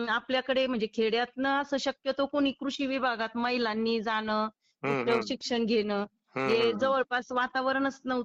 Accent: Bhenda, Maharashtra, India; born there

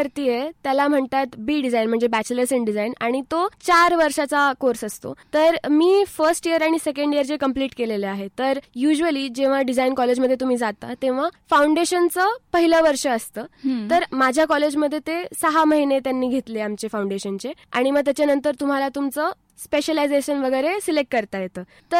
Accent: Ahmednagar, Maharashtra, India; मी नगरचीच आहे तर इकडेच माझं सगळं बालपण गेलं.

